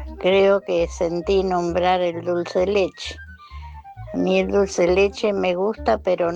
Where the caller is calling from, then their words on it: Capitán Sarmiento, Buenos Aires Province, Argentina; de Capitán Sarmiento.